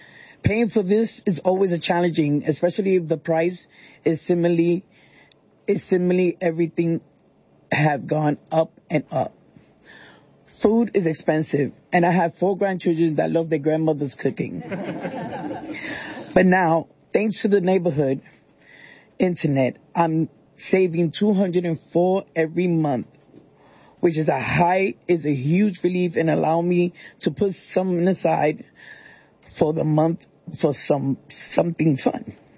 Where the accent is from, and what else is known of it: New York City, New York, United States; born or raised there